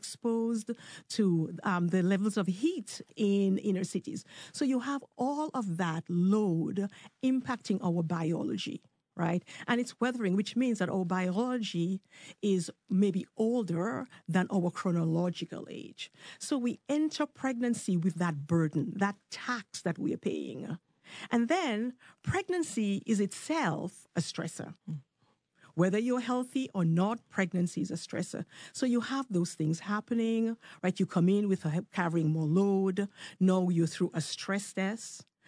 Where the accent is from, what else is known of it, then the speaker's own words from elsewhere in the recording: Dominica; I grew up in Dominica. That's a Black country.